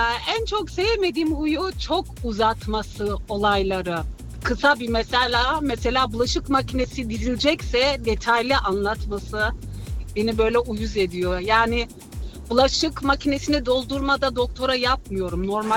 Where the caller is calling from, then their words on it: Stuttgart, Baden-Württemberg, Germany; Stuttgart'tan.